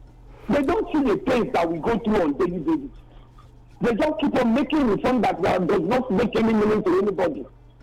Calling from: Port Harcourt, Rivers, Nigeria; I'm calling you from Port Harcourt.

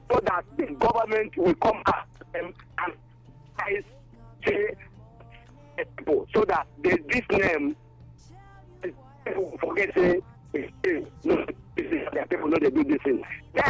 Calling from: Nigeria; I'm calling you from Chuba.

